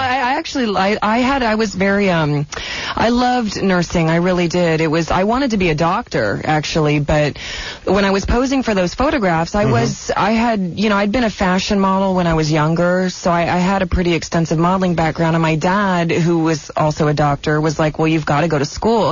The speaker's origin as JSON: {"language": "English", "town": "Great Falls", "region": "Montana", "country": "United States", "said": "No, I'm from Great Falls, Montana."}